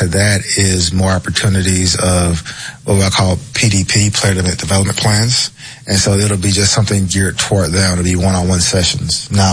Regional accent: the South, United States; and I'm from the South, too. Like, you got to think, like, I've grown up in the South my entire life.

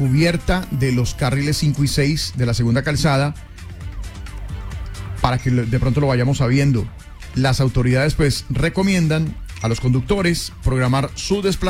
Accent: Colombia; nosotros como colombianos

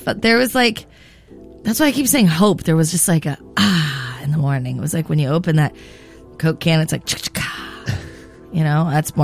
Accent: Santa Barbara, California, United States; moved away; back in my hometown of Santa Barbara

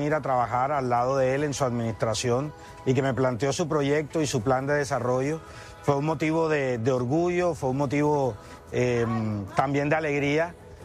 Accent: Cartagena, Bolívar, Colombia; agradecerle a Dios la posibilidad que me brindó de regresar a mi tierra, de regresar a Cartagena y trabajar por el pueblo cartagenero

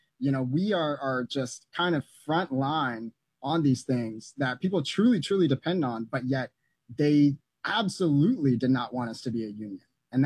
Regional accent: Atlanta, Georgia, United States; now in White Plains, United States; here in White Plains, you know, I'm from Atlanta, so I'm not used to snow.

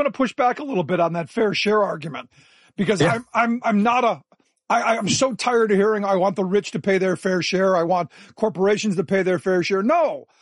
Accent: Cleveland, Ohio, United States; No, look, I grew up in Cleveland, and this, I hate to cut you off, but I grew up in Cleveland.

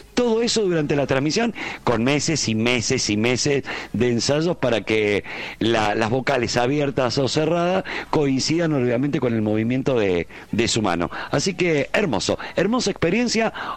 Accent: Argentina

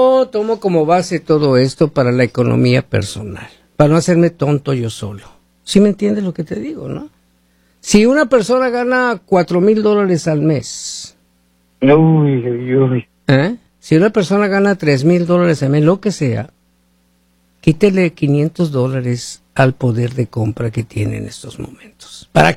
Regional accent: Mexico; moved away; nosotros le ofrecíamos 20 pesos al tránsito allá de México

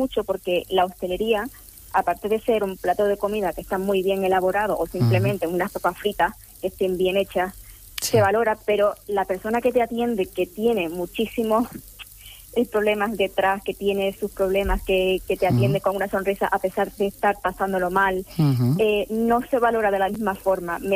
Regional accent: Canary Islands, Spain; Canarias, que bueno, es la parte que me toca a mí también, porque al final soy canaria y tengo que tirar siempre a la tierra.

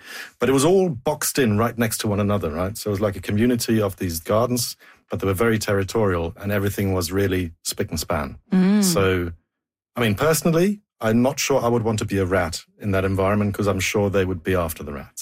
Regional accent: Germany; English is a second language; because I grew up in Germany, so I was aware of these places.

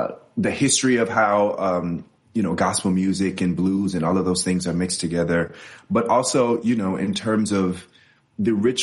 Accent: Chicago, Illinois, United States; I'm from Chicago, so I had to make sure that, that the production was right for the hometown crew.

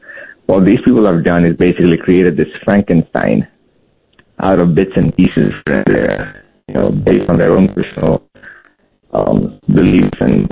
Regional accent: Bangladesh; now in United States; I'm originally from Bangladesh, and Bangladesh had to fight for our independence back in 1971 against Pakistan.

